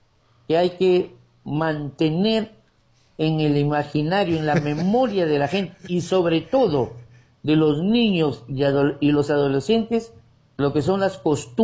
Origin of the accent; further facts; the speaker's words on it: Bagua Grande, Amazonas, Peru; seguir fortaleciendo la cultura de nuestra ciudad de Bagua Grande.